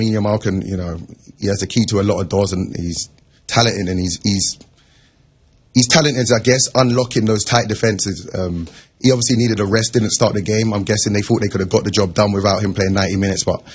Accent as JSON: {"language": "English", "region": "England", "country": "United Kingdom", "tie": "born or raised there", "moved": "yes", "said": "I grew up in England"}